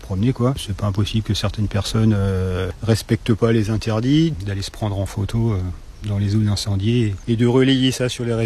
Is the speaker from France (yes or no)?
yes; Fontainebleau, Île-de-France, France; Moi, je suis né à Fontainebleau, je suis toujours resté dans le secteur.